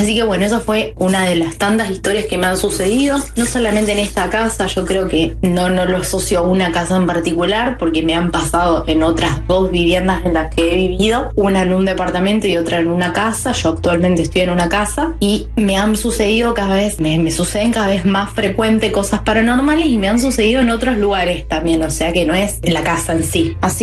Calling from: Rosario, Santa Fe, Argentina; Yo soy de Rosario, viviendo en mi casa.

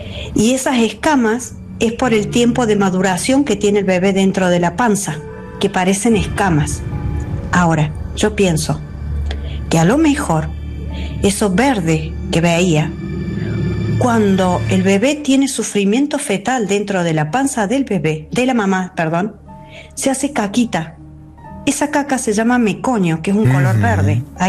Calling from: Córdoba, Argentina; de Córdoba

